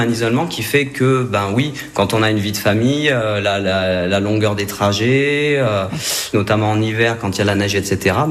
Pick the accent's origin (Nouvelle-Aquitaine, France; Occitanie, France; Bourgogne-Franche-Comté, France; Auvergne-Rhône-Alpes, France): Occitanie, France; moved away as an adult; Moi, je suis plutôt des Hauts-Cantons. Donc, la Malou-les-Bains, tout ça, etc., Bédarieux. Et donc, du coup, j'ai atterri ici un peu par hasard, j'ai envie de dire. Ça fait plus de 10 ans maintenant, depuis 2014.